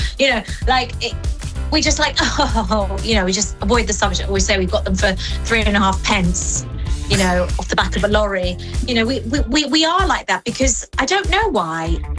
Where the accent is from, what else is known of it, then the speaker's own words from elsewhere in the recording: United Kingdom; born there; English is a second language; My parents immigrated here over to the UK, and it was really difficult at school. I didn't speak any English.